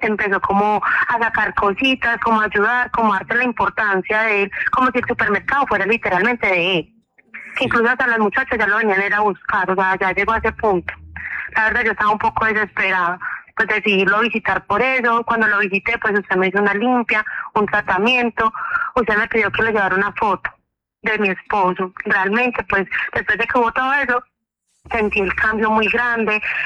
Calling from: Gómez Plata, Antioquia, Colombia; Yo estoy acá en Gómez Plata.

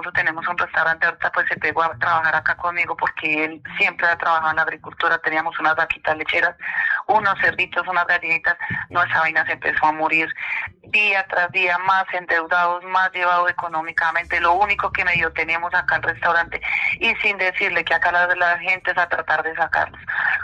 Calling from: Boyacá, Colombia

